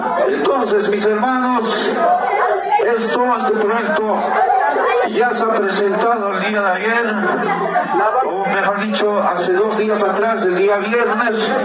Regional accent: Bolivia

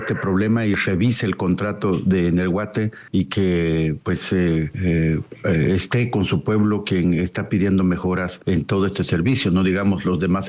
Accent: Guatemala; los buenos servicios que deberíamos tener como guatemaltecos.

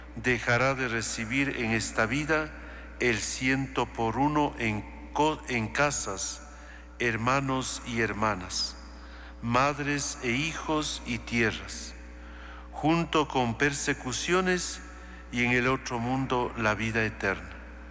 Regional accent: Ecuador; y en especial como iglesia ecuatoriana

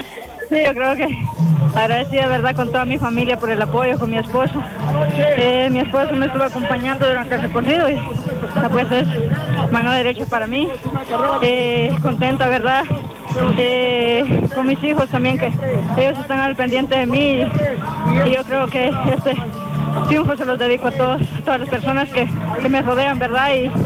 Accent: Uspantán, Quiché, Guatemala; now in Patzicía, Guatemala; Vengo de Pachitía de Chimaltenango, pero soy originaria de Spantán Quiché

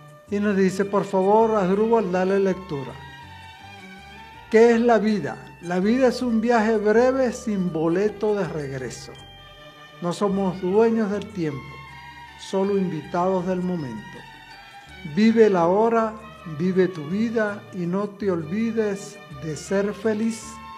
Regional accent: Margarita, Nueva Esparta, Venezuela; moved away

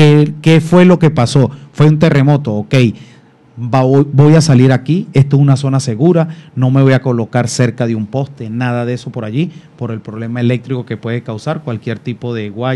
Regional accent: Venezuela; nosotros como venezolanos tenemos un corazón noble.

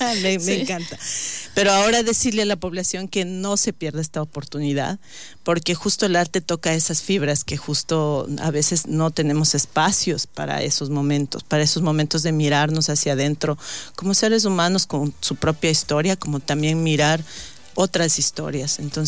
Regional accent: Ecuador; nosotros mismos como ecuatorianos

